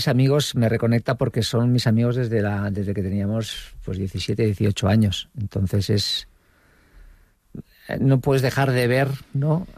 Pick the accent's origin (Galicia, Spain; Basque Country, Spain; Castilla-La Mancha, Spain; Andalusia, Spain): Basque Country, Spain; me paso con el coche por la casa donde yo nací. No nací en la casa, ¿entiendes? Pero donde viví toda mi infancia, uh-huh, hasta que me marché de casa, que estaba en un barrio obrero, en Zaramaga